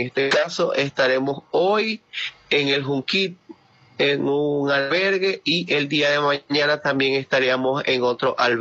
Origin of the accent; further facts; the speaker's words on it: Maracaibo, Zulia, Venezuela; accent: maracucho; como maracucho que soy, el acento se enmarca mucho más y es mucho más divertido para ellos, porque nunca habían escuchado nuestro acento maracucho.